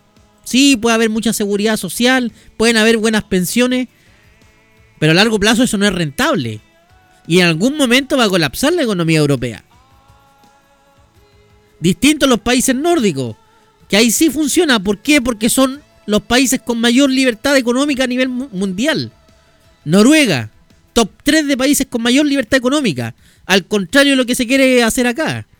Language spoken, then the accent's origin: Spanish; Chile